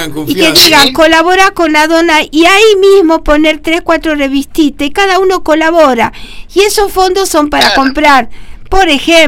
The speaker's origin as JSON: {"language": "Spanish", "region": "La Rioja", "country": "Argentina", "said": "Soy nuestra portavoz de La Rioja, mi hermosa provincia."}